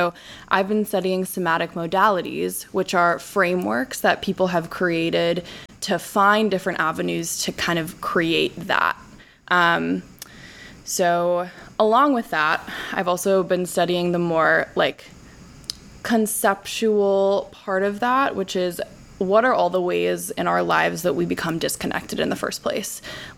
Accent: Chicago, Illinois, United States; I'm a rising senior. I'm from Chicago, Illinois

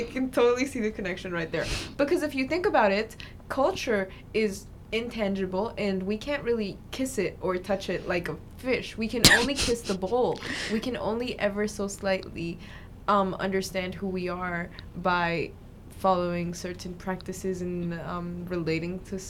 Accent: Mexico City, Mexico; I am originally from Mexico City. I've lived there my whole life.

